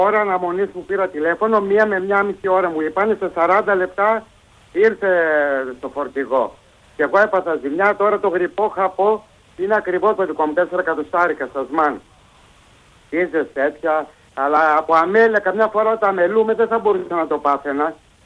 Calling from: Lagkadikia, Greece; Εκεί στα Λαγκαδίκια που διαφημίζει και το κταίω ο Κωστή είναι το χωριό μου τα Λαγκαδίκια.

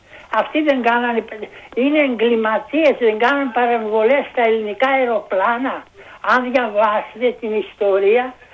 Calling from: Drama, Eastern Macedonia and Thrace, Greece; εγώ είμαι από τη Δράμα, τον Ευρωκόπη Δράμα, στο 80 χρονών. Αγαπάω την πατρίδα μου

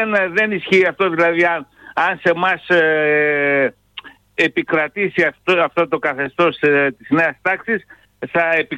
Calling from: Greece

